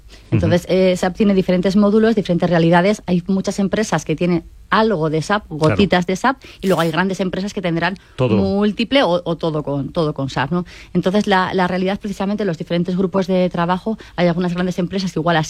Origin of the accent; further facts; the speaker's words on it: Bilbao, Basque Country, Spain; yo que vengo de Bilbao, tenemos también la delegación norte